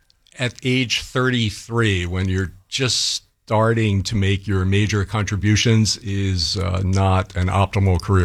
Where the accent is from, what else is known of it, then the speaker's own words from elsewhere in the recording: Philadelphia, Pennsylvania, United States; moved away as an adult; Philadelphia, originally.